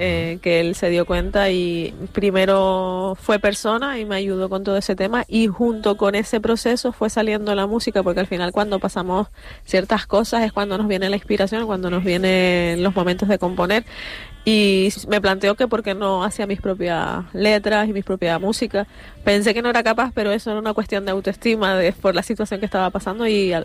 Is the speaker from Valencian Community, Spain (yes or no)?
no; Canary Islands, Spain; accent: Canarian; Es verdad que mi acento canario y la gente que me vea, soy mulata, pero mi padre es palmero.